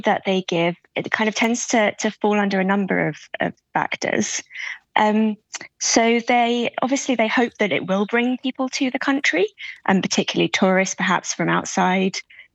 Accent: England, United Kingdom; I'm English

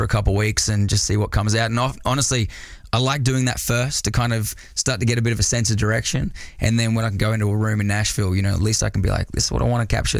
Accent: Australia; And I'm an Australian country artist, writing songs about my little hometown back there.

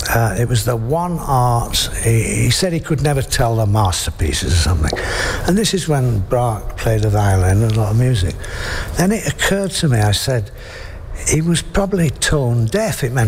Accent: England, United Kingdom; you know, I'm English. I feel deeply English. I love it.

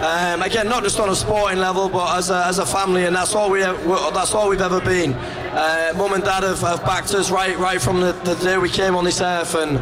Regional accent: Hull, Yorkshire and the Humber, United Kingdom; to stand here as captain of my hometown club

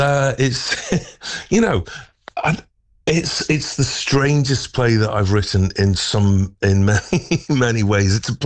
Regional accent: Stockport, North West England, United Kingdom; moved away

